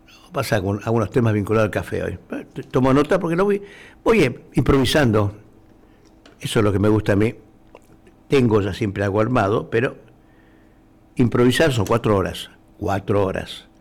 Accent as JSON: {"language": "Spanish", "country": "Argentina", "said": "como todo argentino, acá estoy con los verdes amargos."}